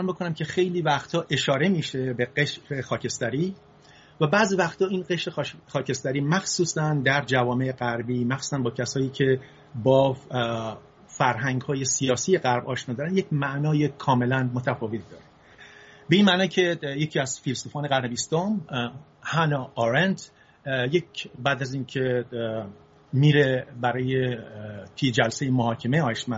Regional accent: Isfahan, Iran; also born or lived in Fasa; من تو سال 1337 در شهر فاسا متولد شدم، یکی از شهرهای استان فارس.

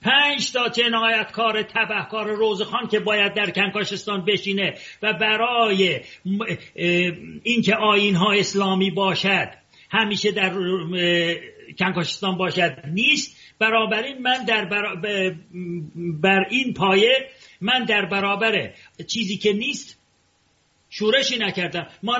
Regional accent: Tehran, Tehran Province, Iran; که من اردبیلی هستم، در تهران بزرگ شدم من اردبیلی هستم

